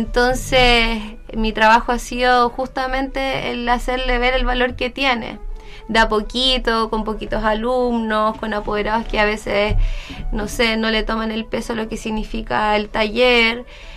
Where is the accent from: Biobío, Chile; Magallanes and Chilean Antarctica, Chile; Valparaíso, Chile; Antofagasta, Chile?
Antofagasta, Chile; moved away; Yo soy antofagastina.